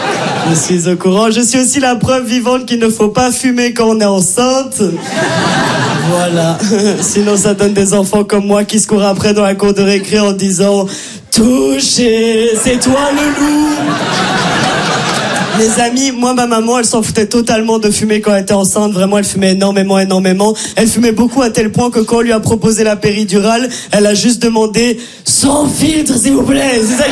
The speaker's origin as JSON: {"language": "French", "region": "Brussels", "country": "Belgium", "accent": "Brussels", "said": "C'est peut-être mon accent de Bruxelles ou mon immense voix, je sais pas. Mais en tout cas, je viens pas de France, voilà. Je viens de Belgique."}